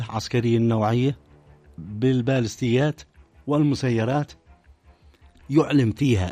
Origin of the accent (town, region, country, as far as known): Yemen